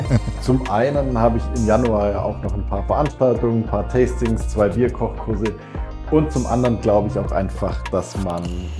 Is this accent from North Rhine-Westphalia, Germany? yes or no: no; Leutkirch, Baden-Württemberg, Germany; Und zwar aus meiner Heimat, aus Leutkirch, von der Brauerei Herle.